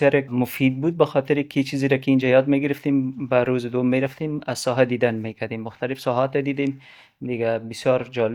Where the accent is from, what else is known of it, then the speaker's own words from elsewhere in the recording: Afghanistan; و ما هم از افغانستان آمدیم